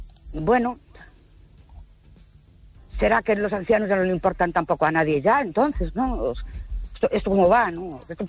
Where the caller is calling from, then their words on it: Ourense, Galicia, Spain; de Ourense.